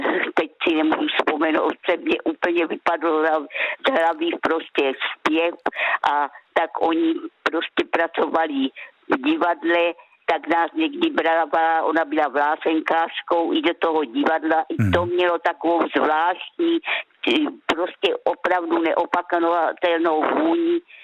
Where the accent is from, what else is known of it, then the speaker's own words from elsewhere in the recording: Rohatec, South Moravian Region, Czechia; born there; Narodila jsem se v Rohací u Hodonína a tam jsem měla babičku, té se říkalo stařenka a stařeček